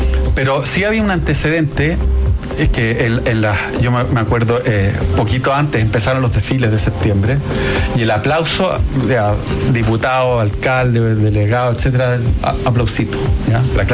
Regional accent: Calera de Tango, Santiago Metropolitan Region, Chile; also born or lived in Talagante; Yo soy de Calera Tango.

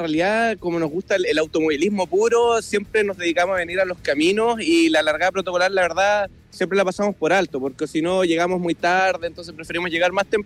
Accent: Concepción, Biobío, Chile; Yo vengo de Concepción. Vengo con mi hermano, con unos amigos que, la verdad, seguimos el rally desde hace más de 20 años.

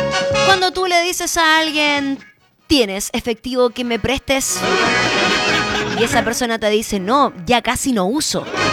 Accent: Chile; tenemos una calle que se llama así en nuestra ciudad, al menos de donde soy oriunda. Y creo que casi en todas las ciudades de Chile se repiten los nombres

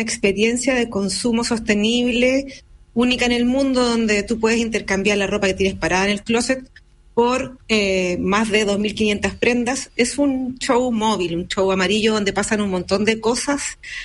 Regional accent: Concepción, Biobío, Chile; moved away as an adult; Mira, yo soy penquista, me fui a estudiar a Barcelona ilustración y vengo de una familia con una pasión por la ropa.

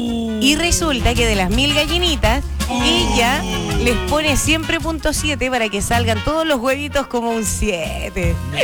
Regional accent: Curacaví, Santiago Metropolitan Region, Chile; ella es de mi pueblo, de Curacaví.

